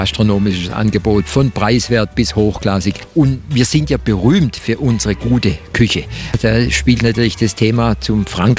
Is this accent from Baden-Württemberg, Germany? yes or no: yes; Waldkirch, Baden-Württemberg, Germany; Und am Kaiserstuhl schwätzt man schon wieder anders wie jetzt bei uns in Waldkirch.